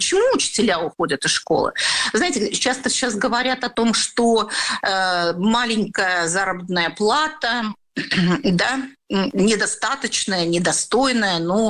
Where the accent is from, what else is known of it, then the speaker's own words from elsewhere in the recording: Velikiye Luki, Pskov Oblast, Russia; moved away as an adult; now in Tver Oblast, Russia; Я же из Великих Луг.